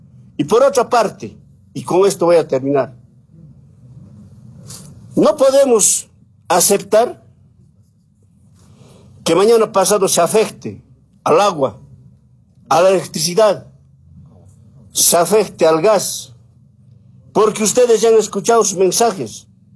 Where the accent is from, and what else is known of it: Bolivia